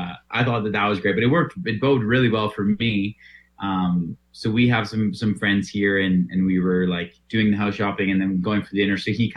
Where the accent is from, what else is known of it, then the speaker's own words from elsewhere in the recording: Lethbridge, Alberta, Canada; moved away as an adult; also born or lived in Winnipeg / Coaldale / Calgary; now in Coquitlam, Canada; So I think I was like 8 years old, and we moved to Alberta. So pretty much grew up in like southern Alberta. Okay. I don't know if you know a small town like Lethbridge.